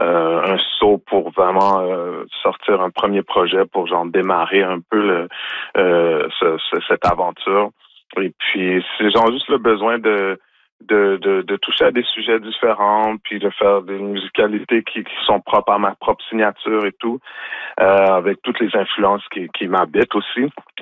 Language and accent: French; Montreal, Quebec, Canada; moi, bon, quand je suis né à Montréal, par exemple, en Haïti, puis j'ai appris le créole au Québec. Mon créole haïtien, je l'ai appris au Québec, donc j'ai pas appris en Haïti.